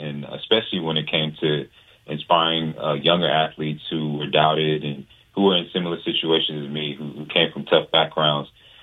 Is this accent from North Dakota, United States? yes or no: no; Atlanta, Georgia, United States; also born or lived in Gwinnett County, Georgia; I was born in Atlanta, Georgia, but my parents are from Liberia, from West Africa. Came here in the early 80s